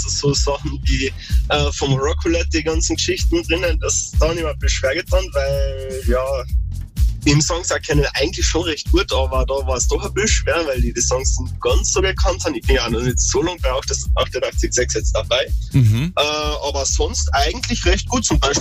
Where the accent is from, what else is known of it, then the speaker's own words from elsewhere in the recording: Greifenburg, Carinthia, Austria; Ich bin ursprünglich aus Greifenburg, momentan bin ich allerdings in Sillern bei der Arbeit.